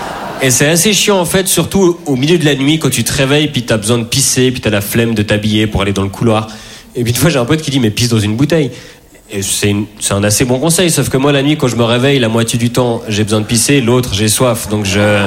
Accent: Switzerland; je suis suisse

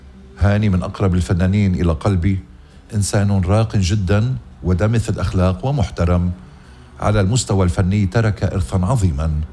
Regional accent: Lebanon; هيدا بلدنا لبنان.

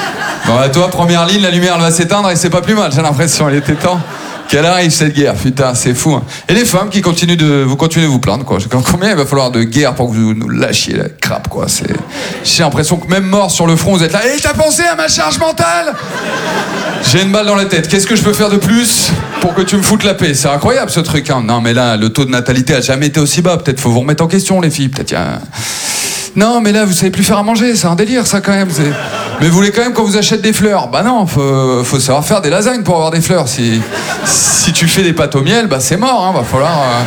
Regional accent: Maubeuge, Hauts-de-France, France; born or raised there

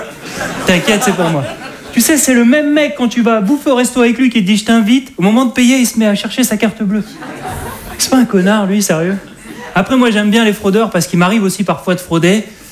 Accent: Hauts-de-France, France; je suis un ch'ti.

